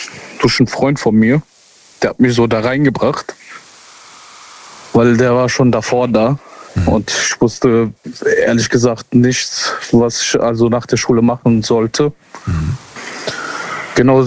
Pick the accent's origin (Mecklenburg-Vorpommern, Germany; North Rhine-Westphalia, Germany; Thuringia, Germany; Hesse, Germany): Hesse, Germany; Seeheim-Jugenheim; Ich bin aus Seeheim.